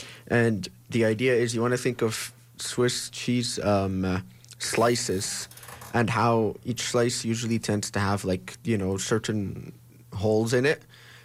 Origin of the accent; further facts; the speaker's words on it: Egypt; I'm from Egypt